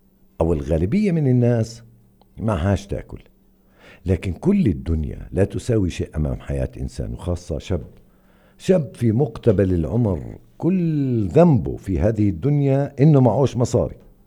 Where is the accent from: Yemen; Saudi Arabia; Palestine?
Palestine; Hebron, Hebron Governorate; المبلغ لا يعادل ثمن قطعة أرض عندنا في الخليل، دونم.